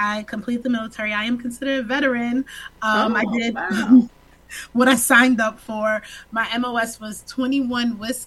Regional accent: New York, United States; born there; I was scheduled to come back to my hometown, and my unit was in Amityville, New York.

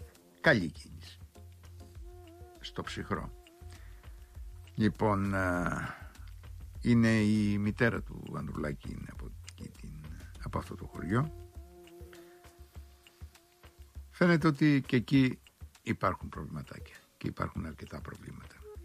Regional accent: Crete, Greece; Μάλιστα πήγε χθες στην Πατρώα μας γη, κοντοχωριανή μας ένα δουλάκι, 4-5 χιλιόμετρα το χωριό του από το χωριό μου

